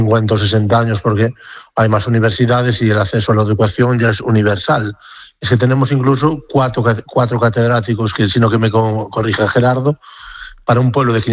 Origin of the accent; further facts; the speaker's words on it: Moaña, Galicia, Spain; also born or lived in Catalonia; yo viví, nací en Cataluña, y luego viví en la costa de Galicia, en Moaña